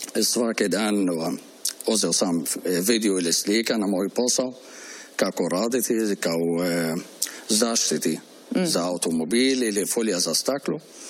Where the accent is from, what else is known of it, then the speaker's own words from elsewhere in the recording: Port Said, Port Said Governorate, Egypt; Croatian is a second language; moved away as an adult; now in Croatia; Rođen sam u Egiptu iz grad Port Said.